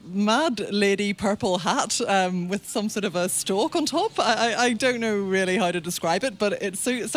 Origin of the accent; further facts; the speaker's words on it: Lisburn, Northern Ireland, United Kingdom; I'm from Lisburn.